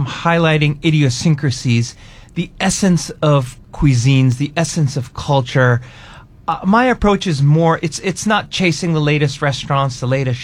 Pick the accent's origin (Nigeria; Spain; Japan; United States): Japan; One, I grew up in Japan. I'm ethnically Afghan.